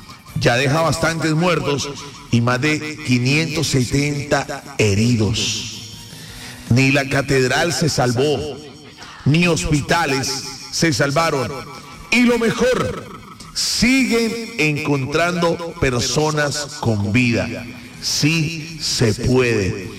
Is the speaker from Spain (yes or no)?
no; Colombia; Aquí todos somos colombianos, aquí todos nos ayudamos